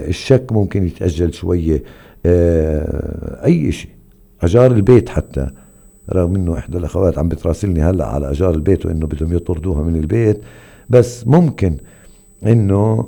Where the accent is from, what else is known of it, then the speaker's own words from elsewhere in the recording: Palestine; عندنا بفلسطين